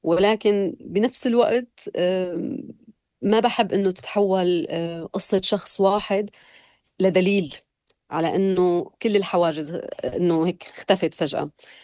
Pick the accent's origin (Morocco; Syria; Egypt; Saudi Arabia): Syria; now in Germany; يعني أنا بقول أنا سورية وألمانية وما بشوف أبدا تناقض بهذا الشيء بصراحة، وما لي محتاجة أبدا أني أنا ألغي جزء من هويتي السورية حتى أثبت هويتي الألمانية. أنا دائما بقول أنا عايشة بين ثقافتين